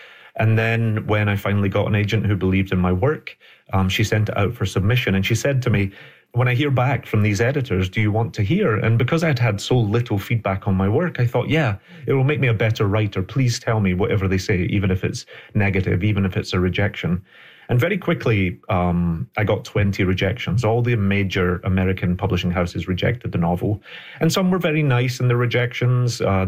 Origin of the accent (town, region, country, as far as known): Scotland, United Kingdom; born there